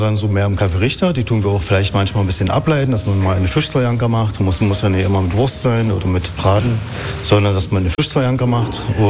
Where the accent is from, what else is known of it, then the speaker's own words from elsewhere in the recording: Brandenburg, Germany; now in Saxony, Germany; Nein, bin kein Finne. Ich bin Brandenburger. in Sachsen zu Hause.